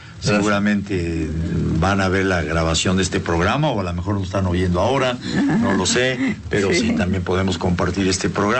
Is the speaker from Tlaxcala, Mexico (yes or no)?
no; Puebla, Mexico; yo como poblano